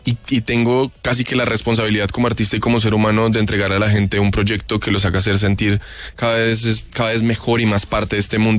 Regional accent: Colombia; y como colombianos, latinos y como habitantes de este mundo tenemos derecho a ser parte de él, aunque seamos diferentes.

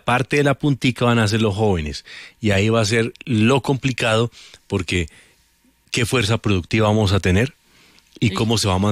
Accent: Colombia; En una sociedad como la colombiana, que en 20 años vamos a estar, vamos a ser un país donde la mayoría de sus habitantes son personas adultas.

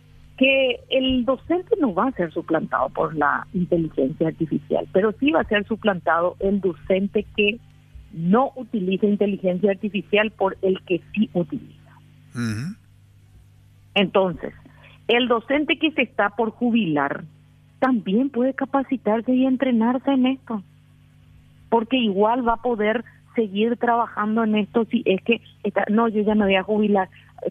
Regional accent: Paraguay

